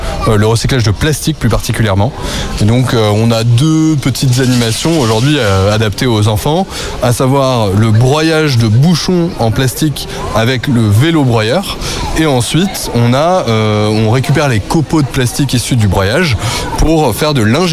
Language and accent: French; Fresnay-sur-Sarthe, Pays de la Loire, France